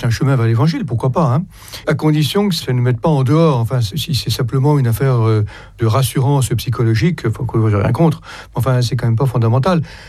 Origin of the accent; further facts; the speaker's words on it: France; on est français, donc on est solidaire de la France